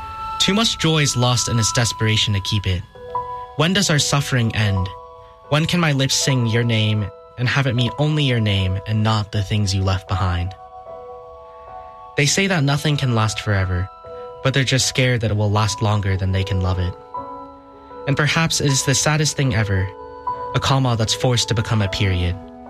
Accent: Houston, Texas, United States; Houston obviously holds a very special place in my heart as the place that I was born and raised and the place that I get a lot of my inspiration from. So growing up in Houston, I've had the chance to have many different experiences and meet people from all over the world, actually.

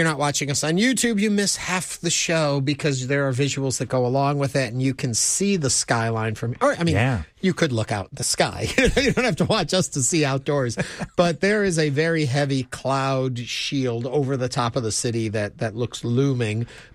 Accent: Chicago, Illinois, United States; now in Houston, United States; It's 40 degrees out or whatever. I came from Chicago.

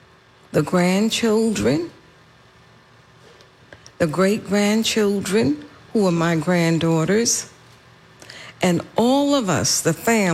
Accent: Savannah, Georgia, United States; And that is how it was growing up in Savannah, Georgia.

